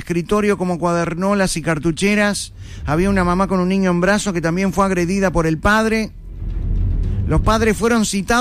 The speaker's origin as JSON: {"language": "Spanish", "country": "Uruguay", "said": "Esto es de las peores cosas que suceden en mi país."}